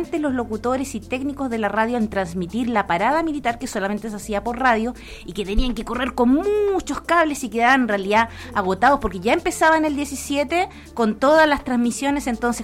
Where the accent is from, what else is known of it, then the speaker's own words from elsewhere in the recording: Curicó, Maule, Chile; De nacimiento, nací y criada acá en Curicó.